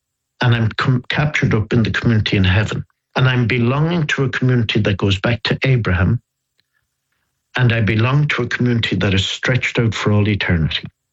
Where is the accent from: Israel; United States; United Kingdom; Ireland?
Ireland; Dublin, Leinster; Brother Oliver was a Passionist brother when I was growing up in Dublin